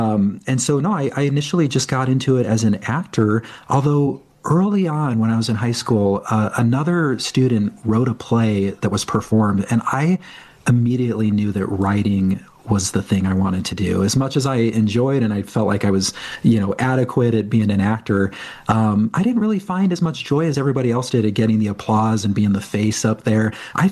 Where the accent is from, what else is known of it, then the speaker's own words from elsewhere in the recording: Omaha, Nebraska, United States; when I grew up in Omaha, Nebraska.